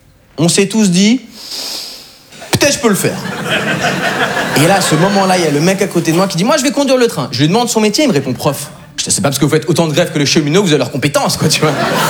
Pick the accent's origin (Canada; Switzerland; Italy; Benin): Switzerland; now in France; Je suis pas parisien, je suis pas français. Moi, en réalité, je suis suisse.